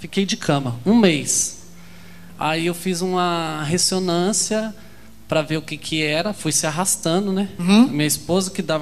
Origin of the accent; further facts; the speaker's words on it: Apucarana, Paraná, Brazil; encontrei uma senhora, que eu sou de lá de Apucarana, daí ela de lá.